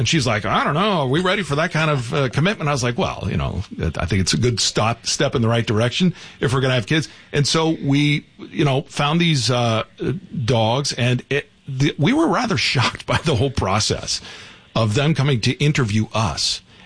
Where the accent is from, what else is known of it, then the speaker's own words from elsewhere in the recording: Florida, United States; Yeah, and I'm keeping my eye personally because I'm from Florida, so I'm seeing Isais, go up the Gulf of America right now.